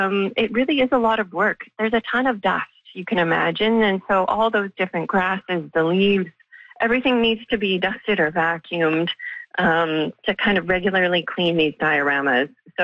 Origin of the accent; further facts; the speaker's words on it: Winnipeg, Manitoba, Canada; I was born and raised here in Winnipeg, so I grew up with this museum.